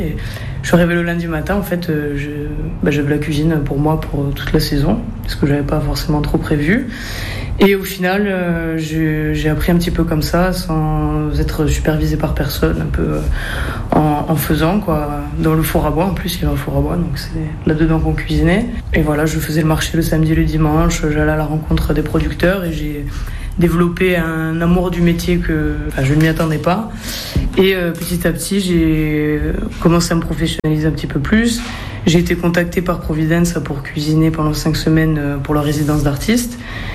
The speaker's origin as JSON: {"language": "French", "town": "Bastia", "region": "Corsica", "country": "France", "tie": "born or raised there", "also_born_or_lived": "Aix-en-Provence / Paris", "said": "Moi, j'ai grandi à Bastia, à 17 ans je suis parti faire mes études à Aix"}